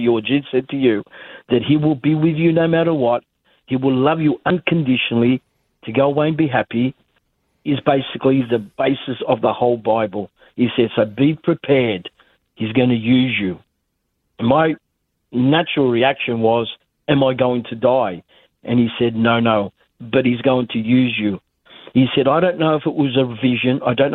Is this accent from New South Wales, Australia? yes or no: yes; Newcastle, New South Wales, Australia; now in Sydney, Australia; I was living in Sydney at the time, because I moved from Newcastle and went to come to Sydney here